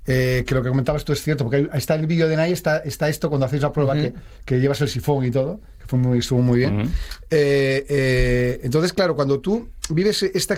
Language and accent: Spanish; Galicia, Spain; Y es que yo soy gallego.